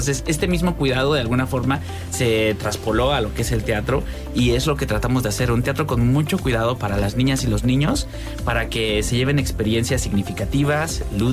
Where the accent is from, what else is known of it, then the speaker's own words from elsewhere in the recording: Jalpan de Serra, Querétaro, Mexico; moved away; Yo soy de Jalpan, sí, ahí crecí.